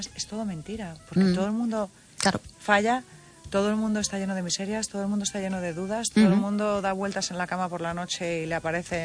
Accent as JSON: {"language": "Spanish", "town": "Cádiz", "region": "Andalusia", "country": "Spain", "said": "Que yo soy de Cádiz, y Cádiz, mm, y Vigo tienen muchas cosas en común"}